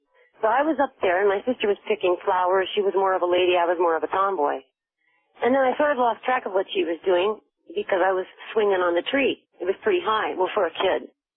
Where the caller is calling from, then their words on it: Napa County, California, United States; I'm in Napa County